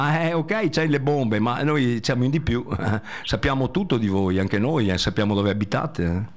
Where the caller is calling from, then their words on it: Veneto, Italy; qui nel Veneto noi abbiamo fatto il disastro.